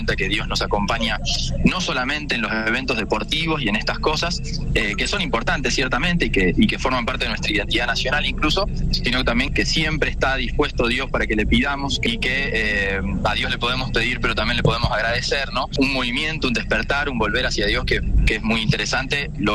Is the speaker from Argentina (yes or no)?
yes; Argentina; nosotros como argentinos